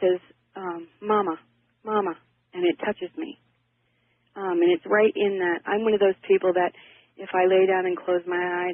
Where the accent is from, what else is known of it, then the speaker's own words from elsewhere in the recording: Eagle River, Alaska, United States; I'm from Eagle River, Alaska.